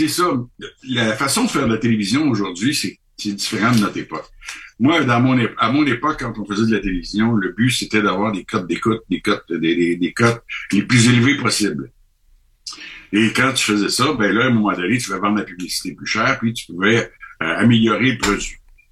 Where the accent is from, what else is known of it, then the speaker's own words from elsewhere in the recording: Canada; moi, je suis du Canada, je suis ici de passage